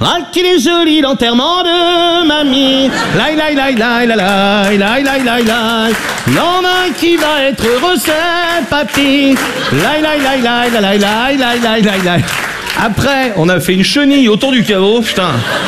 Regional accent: Brittany, France; je suis breton, j'ai 20 ans.

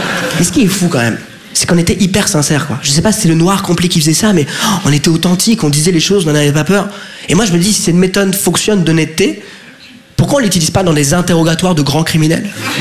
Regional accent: France; Je dis, mais papa, mais on est de France.

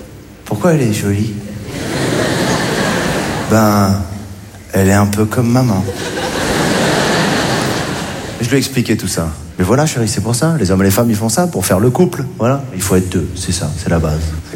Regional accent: Morocco; born there

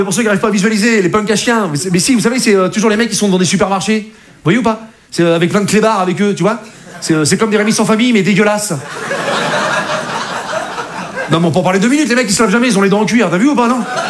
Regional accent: Rouen, Normandy, France; Parce que je viens de Rouen. C'est la Normandie, c'est chez moi, voilà.

